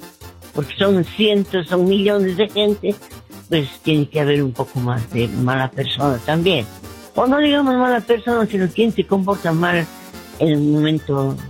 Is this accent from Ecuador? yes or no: yes; Ecuador; Yo hablé a mi país, yo soy ecuatoriana, y hablé a mi país con mi hermano antes del juego